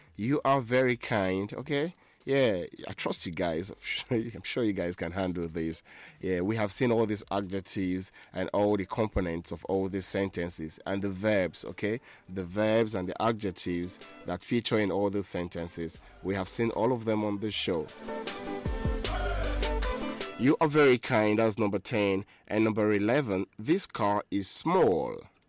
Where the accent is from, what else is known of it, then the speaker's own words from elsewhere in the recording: Nigeria; Number one, I am a Nigerian. Number two, I am a student.